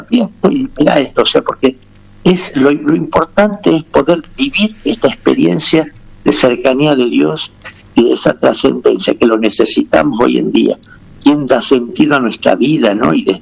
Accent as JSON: {"language": "Spanish", "region": "Tucumán", "country": "Argentina"}